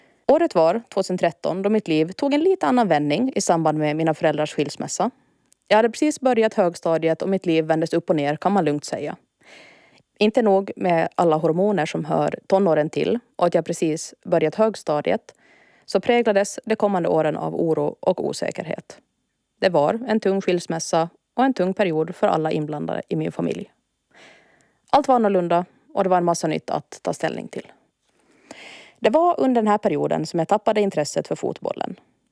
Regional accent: Mariehamn, Åland, Åland Islands; Jag är född och uppvuxen på Åland i Mariehamn.

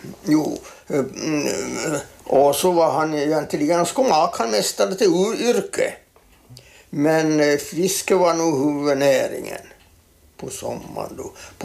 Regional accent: Åland, Finland; born there; now in Mariehamn, Finland; Ja, jag är född på Skobholm.

